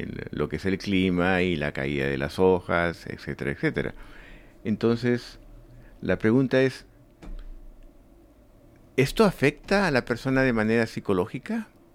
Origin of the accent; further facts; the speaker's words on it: Lima, Peru; moved away; yo nací y crecí en Lima, una ciudad que tiene un clima monótono.